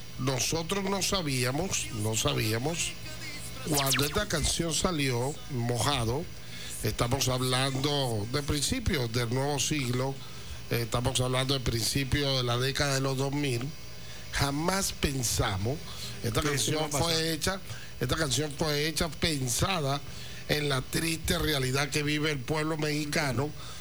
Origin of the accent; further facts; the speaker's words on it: Venezuela; nuestros hermanos venezolanos, nuestros compatriotas